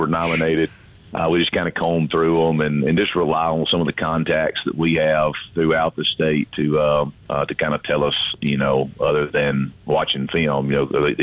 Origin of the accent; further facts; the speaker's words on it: Amory, Mississippi, United States; I'm from Amory, and my wife's from Amory, and we're kind of North Mississippi people